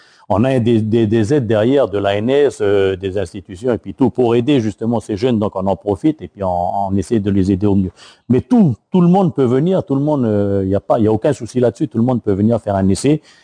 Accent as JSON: {"language": "French", "country": "New Caledonia", "said": "c'est ça qu'on vise en tous les cas quand on est calédonien."}